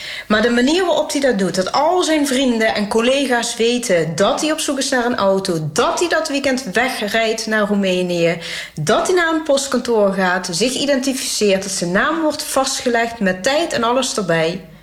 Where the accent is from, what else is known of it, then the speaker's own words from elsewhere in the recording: Limburg, Netherlands; also born or lived in Maastricht; ik ben natuurlijk geboren in Limburg en woon er al mijn hele leven. Geboren vlakbij Roermond, later in Maastricht gaan studeren.